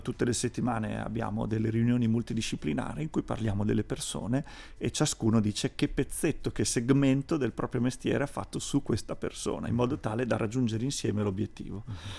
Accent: Bologna, Emilia-Romagna, Italy; io sono un bolognese

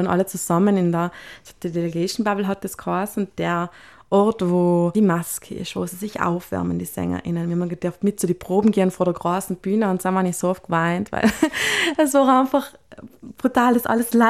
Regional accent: Trentino-Alto Adige, Italy; now in Vienna, Austria; jetzt nach Wien gegangen bin. Und haben auch ein paar ganz interessante Gespräche gehabt, wie das als Südtirolerin denn so ist.

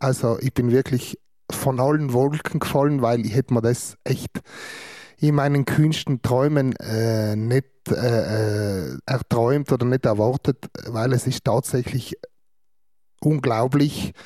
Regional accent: Trentino-Alto Adige, Italy; dass ich da als Südtiroler, Tiroler, Europäer überhaupt da an dem teilnehmen darf

